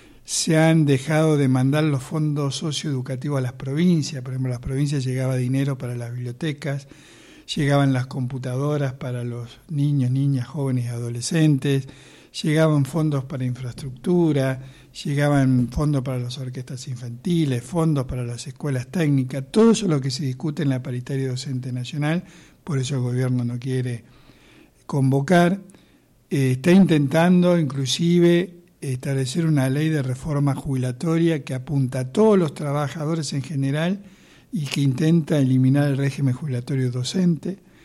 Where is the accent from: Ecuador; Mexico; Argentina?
Argentina; San Carlos de Bariloche, Río Negro; yo soy de Bariloche